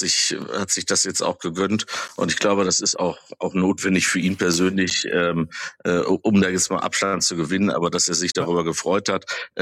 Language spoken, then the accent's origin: German; North Rhine-Westphalia, Germany; in meiner Heimat in Nordrhein-Westfalen